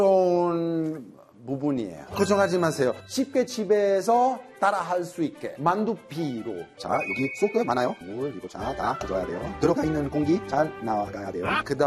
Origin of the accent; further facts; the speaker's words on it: Italy; Korean is a second language; now in South Korea; 저는 이탈리아에서 온 셰프